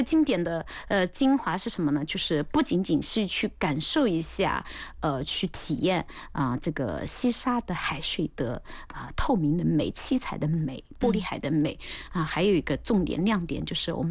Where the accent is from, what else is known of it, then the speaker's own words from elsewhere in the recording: China; 作为一个中国人